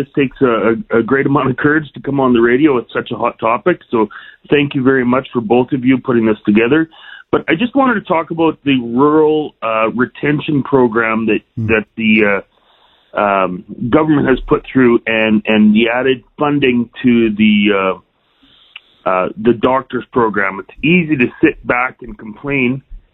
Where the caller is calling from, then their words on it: Saskatoon, Saskatchewan, Canada; Saskatoon.